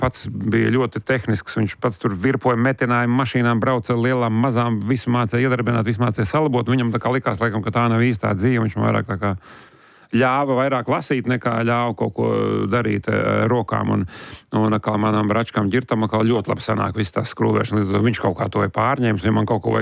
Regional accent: Baltezers, Ropaži Municipality, Latvia; es esmu no Baltezeres. Viss dzīves Baltezerā, vienmēr jūties tā kā nešur, netur.

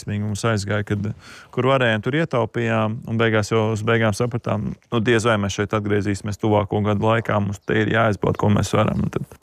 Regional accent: Ogre, Ogre Municipality, Latvia; moved away as an adult; now in Jēkabpils, Latvia; es esmu pats no Ogres audzes dzimis

